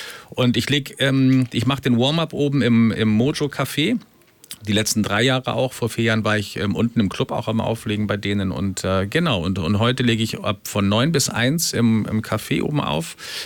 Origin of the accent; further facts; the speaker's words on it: Hamburg, Germany; Ich komme aus Hamburg, gebürtiger Hamburger, in Billstedt groß geworden und lebe jetzt in Eimsbüttel.